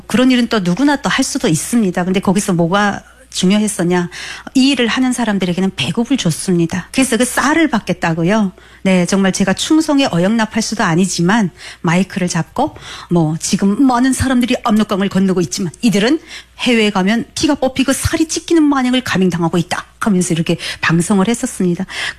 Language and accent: Korean; North Korea; moved away as an adult